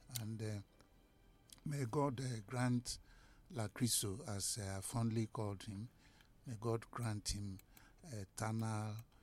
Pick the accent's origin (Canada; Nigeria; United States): Nigeria; I am a Nigerian